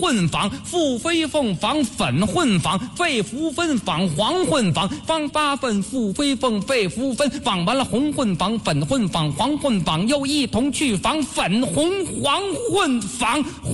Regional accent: Beijing, China; 你看我就是一个老北京人

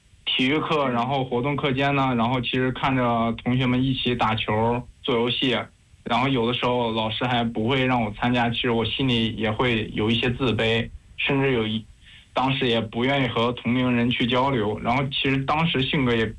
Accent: Anguo, Hebei, China; born there; moved away as an adult; now in Tumxuk, Xinjiang, China; 我是2001年6月出生在河北安国，是一名共产党员。

